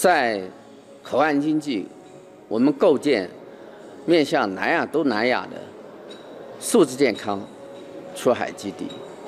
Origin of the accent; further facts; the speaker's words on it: Yunnan, China; moved away as an adult; 作为土生土长的云南人